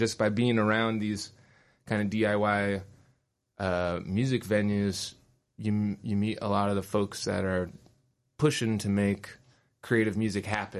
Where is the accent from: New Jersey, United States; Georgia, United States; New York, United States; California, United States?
California, United States; Sacramento; I grew up in Sacramento